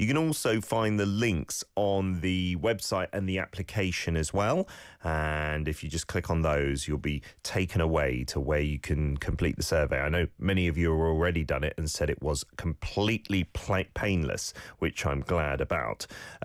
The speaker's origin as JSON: {"language": "English", "country": "United Kingdom", "moved": "yes", "lives_now": "South Korea", "said": "but I saw some heat waves in my home country as well, of the UK."}